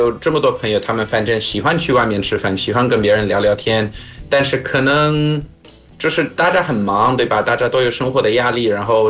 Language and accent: Chinese; South Africa; Chinese is a second language; now in Nantong, China; 我父亲来自葡萄牙，母亲来自法国，我是在南非长大